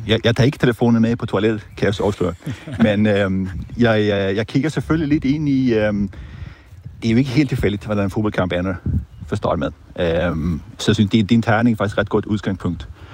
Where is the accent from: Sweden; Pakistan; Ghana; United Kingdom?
Sweden; Danish is a second language; now in Denmark; Jeg er fra Sverige.